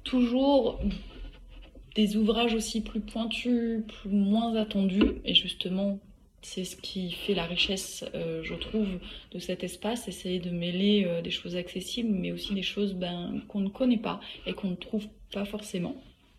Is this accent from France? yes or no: yes; France; en tant que français